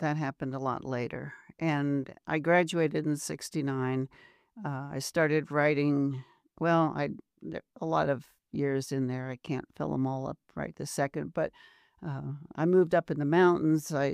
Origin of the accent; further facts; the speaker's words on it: Pennsylvania, United States; moved away as an adult; now in Boulder, United States; Well, I came to CU as a student in 1965, and I grew up in Pennsylvania.